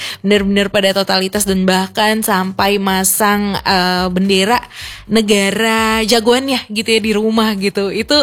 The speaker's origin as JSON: {"language": "Indonesian", "region": "Jakarta", "country": "Indonesia", "moved": "as an adult", "lives_now": "Manado, Indonesia", "said": "aku perantau nih dari Jakarta. Terus habis itu ke Manado gitu"}